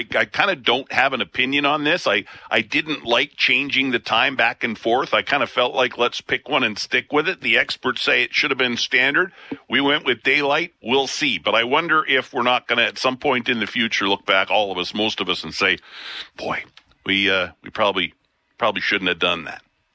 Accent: Alberta, Canada; born there; now in Winnipeg, Canada; I'm from Alberta originally

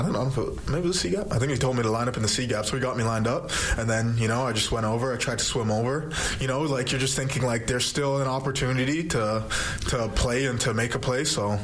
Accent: Brampton, Ontario, Canada; I got to bring it back to my hometown, and I got to bring it to the city of Brampton, and I got to bring it to my high school and my elementary school

